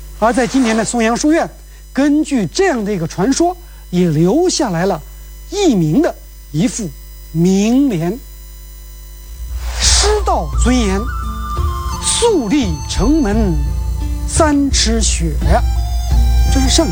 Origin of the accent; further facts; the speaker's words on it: Henan, China; 我们河南人都爱说中